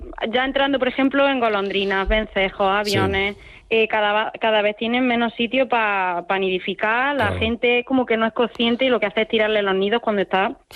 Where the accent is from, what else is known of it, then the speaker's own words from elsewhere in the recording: Villacarrillo, Andalusia, Spain; Pero sí es verdad que, por ejemplo, cuando voy de visita a mi pueblo, en Villacarrillo, allí en Jaén